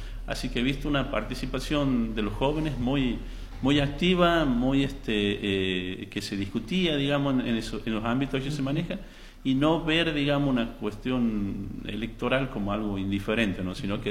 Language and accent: Spanish; Tintina, Santiago del Estero, Argentina; muchos jóvenes de mi pueblo